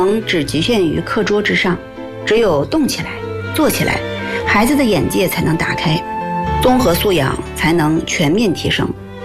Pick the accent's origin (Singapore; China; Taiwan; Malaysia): China; Sunwu, Heilongjiang; 孙吴县是我的家乡